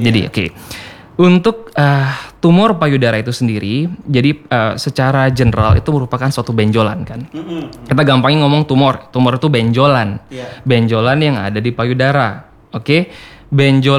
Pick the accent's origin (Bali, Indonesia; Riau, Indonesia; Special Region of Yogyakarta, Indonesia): Bali, Indonesia; moved away as an adult; also born or lived in Denpasar; now in Labuan Bajo, Indonesia; Saya orang Bali aslinya.